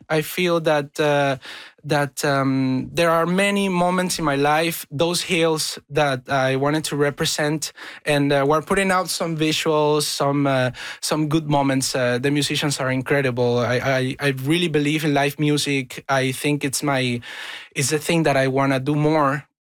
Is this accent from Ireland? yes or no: no; Venezuela; now in Canada; I grew up in Venezuela listening to pop Anglo music